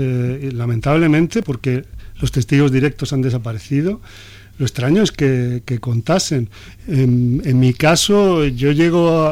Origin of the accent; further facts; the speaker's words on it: Valencian Community, Spain; yo soy del sur de Alicante